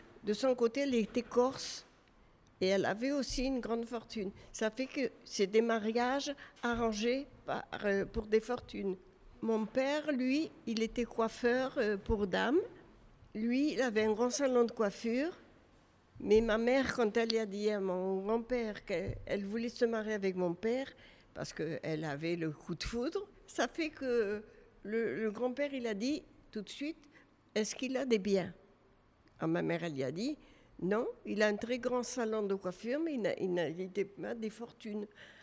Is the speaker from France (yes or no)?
no; Algeria; born there; Et bon, ben moi, je suis née en Algérie